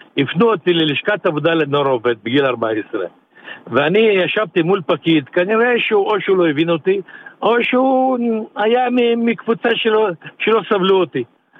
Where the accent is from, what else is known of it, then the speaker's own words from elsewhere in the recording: Poland; also born or lived in Russia; now in Israel; מפולניה, כן. מרוסיה דרך פולניה, אבא שלי הפולני, אז הגענו דרך פולניה לארץ.